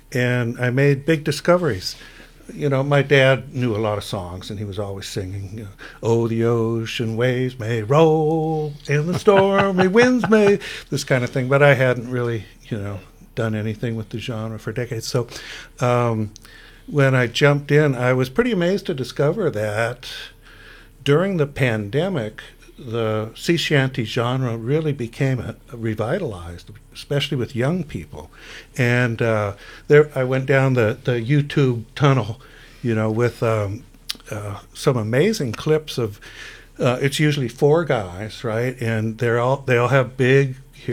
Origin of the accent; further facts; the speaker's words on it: Ireland; So I'm Irish, and the longer I've lived, I've come to appreciate that heritage, especially in its literary and folkloric and fairy tales.